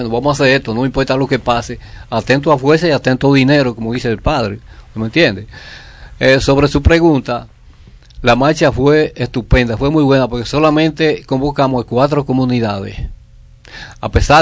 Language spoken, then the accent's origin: Spanish; La Vega, Dominican Republic; Nosotros vivimos Carrera de Palmas justamente frente a esa montaña.